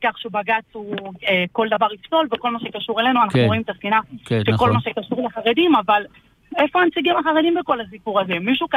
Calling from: Jerusalem, Jerusalem District, Israel; אני ירושלים

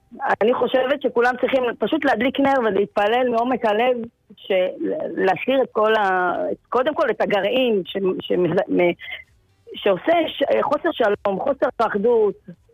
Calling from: Ashkelon, Southern District, Israel; מירושלים, אני מאשקלון.

